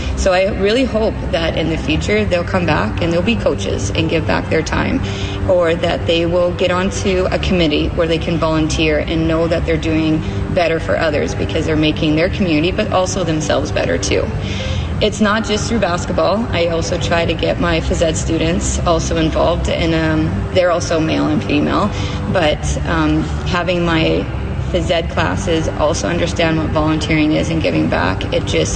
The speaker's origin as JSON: {"language": "English", "town": "Fillmore", "region": "Saskatchewan", "country": "Canada", "moved": "yes", "lives_now": "Estevan, Canada", "said": "I'm originally from Fillmore, Saskatchewan, and as you know, a small town"}